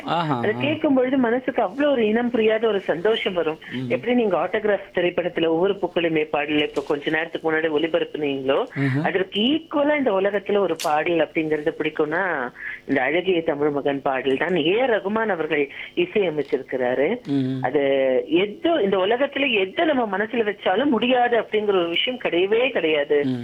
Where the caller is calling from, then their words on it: Katpadi, Tamil Nadu, India; நான் வேலூர் மாவட்டம் கட்படையில் இருந்து